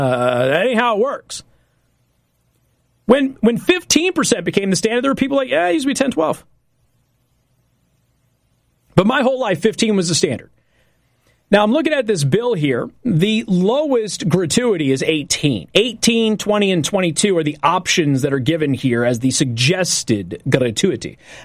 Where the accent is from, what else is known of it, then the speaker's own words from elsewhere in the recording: Las Vegas, Nevada, United States; I'm from Las Vegas. I am from a tipping culture. I have always over-tipped. That has been the way that I was raised.